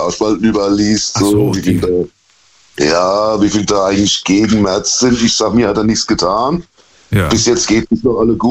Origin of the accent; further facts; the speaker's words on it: Worms, Rhineland-Palatinate, Germany; Ja, ich bin Deutscher, sagen wir es mal so.